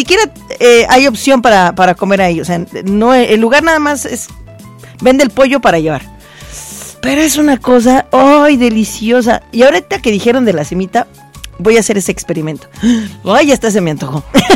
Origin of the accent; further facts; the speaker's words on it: Apizaco, Tlaxcala, Mexico; born there; moved away; deberíamos ir a mi pueblito, no, a mi querido Apizaco, precioso, hermoso.